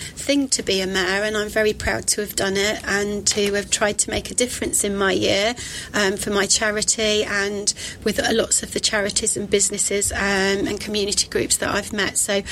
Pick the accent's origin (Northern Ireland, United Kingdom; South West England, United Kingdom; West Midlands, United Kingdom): West Midlands, United Kingdom; moved away as an adult; also born or lived in Cheshire; now in Byfleet, United Kingdom; So I was born in Cheshire and my parents were from Cheshire, and my father worked for Rolls-Royce in Crewe, but they moved him to work for Rolls-Royce in Coventry. So I actually grew up in Warwickshire and went to school there.